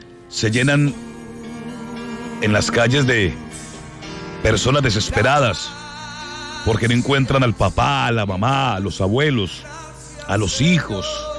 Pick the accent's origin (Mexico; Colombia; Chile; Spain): Colombia; moved away; Hoy tenemos que demostrar no solamente que somos colombianos, sino que somos hijos de Dios.